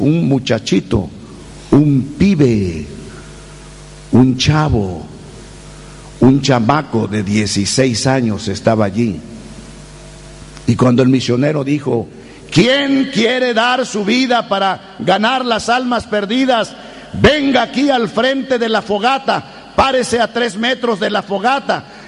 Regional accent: Chiapas, Mexico; born there; como en la costa de Chiapas, donde yo nací, Chiapas, México, el estado de Chiapas en la costa.

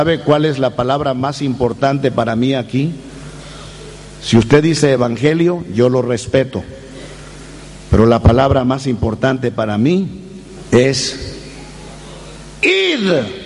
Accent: Chiapas, Mexico; born there; como en la costa de Chiapas, donde yo nací, Chiapas, México, el estado de Chiapas en la costa.

